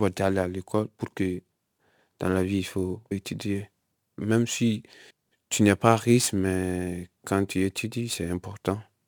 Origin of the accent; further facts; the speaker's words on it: Guinea; now in France; Je viens de la Guinée-Conakry. Et actuellement, je vis en France.